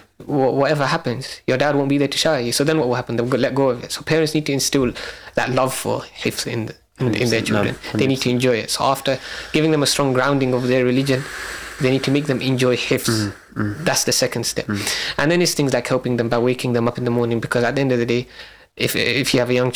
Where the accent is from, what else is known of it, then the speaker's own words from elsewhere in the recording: Tower Hamlets, London, United Kingdom; I grew up in Tauhamless.